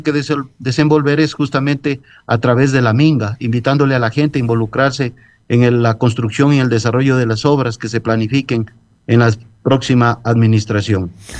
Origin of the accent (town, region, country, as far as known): Loja, Ecuador